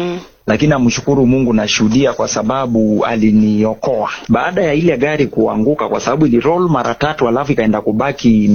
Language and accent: Swahili; Kilifi County, Kenya; Nimetokea pande za Kilifi, County 003, na nimeokoka na mpenda Yesu.